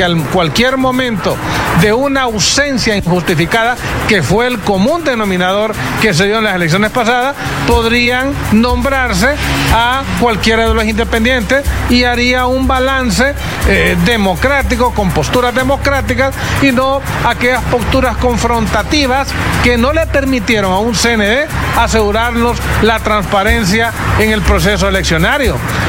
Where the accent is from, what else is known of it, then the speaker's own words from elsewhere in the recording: Honduras; nosotros como hondureños